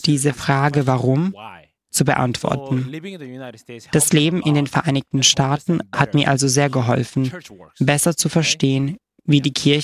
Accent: South Korea; German is a second language; Zuerst fragte ich mich, warum sollte ich Latein lernen? Als Koreaner ist Latein sehr fern.

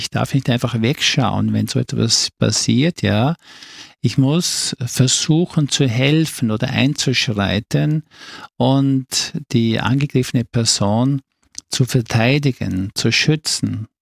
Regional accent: Vorarlberg, Austria; moved away; ich war zu Hause in meiner Heimat und bin ein Vorarlberger

